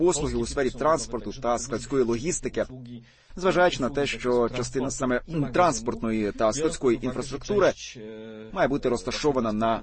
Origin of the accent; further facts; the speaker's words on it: Poland; Ми, поляки